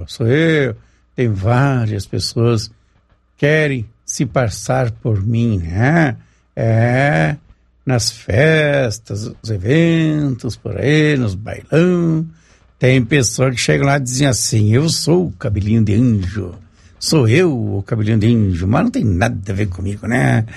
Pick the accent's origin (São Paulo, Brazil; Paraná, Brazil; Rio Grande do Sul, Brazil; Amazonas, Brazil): Paraná, Brazil; Bom Sucesso do Sul; Bom Sucesso do Sul, minha querida cidade, Bom Sucesso, onde me criei ali praticamente, né? Praticamente me criei ali em Bom Sucesso do Sul